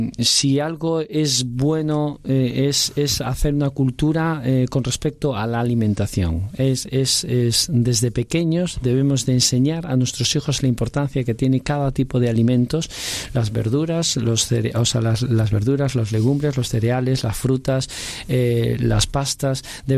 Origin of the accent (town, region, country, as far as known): Spain